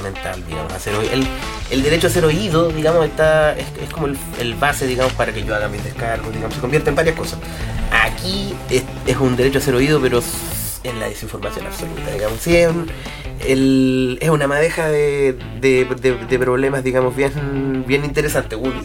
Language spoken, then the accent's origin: Spanish; Chile; no soy el único chileno que no se sabe el propio teléfono